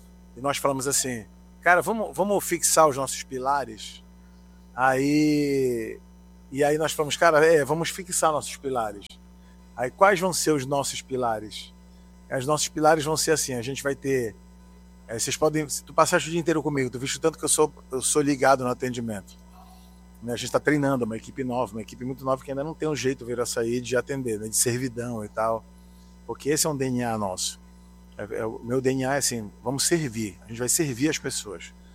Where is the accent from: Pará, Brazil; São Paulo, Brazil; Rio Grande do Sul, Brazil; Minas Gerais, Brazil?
Pará, Brazil; Belém; Eu sou de Belém do Pará, eu sou um grande executivo, mas esse é o meu jeito de falar.